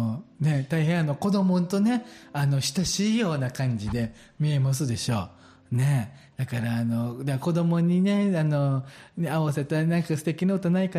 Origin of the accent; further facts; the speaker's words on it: Osaka, Japan; 同じ大阪出身だからねって、